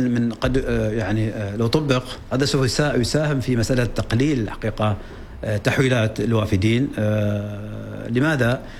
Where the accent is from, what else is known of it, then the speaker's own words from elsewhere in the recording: Oman; نتكلم عن بلد احنا على سكانه كعمانيين ما يتجاوز 3.5 مليون نسمه،